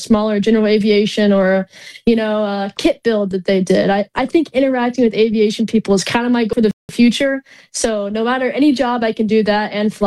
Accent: Bardstown, Kentucky, United States; moved away as an adult; now in Melbourne, Florida, United States; I go to school in Melbourne, Florida, but I'm actually from Bardstown, Kentucky. So the bourbon capital of the world.

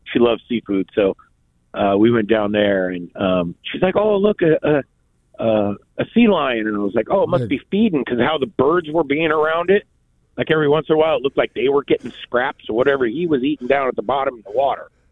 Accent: Oregon, United States; also born or lived in Southern California; my beaches experience are Southern California beaches, right? That was my first experience. And then moving to Oregon, I grew up on the Oregon coast.

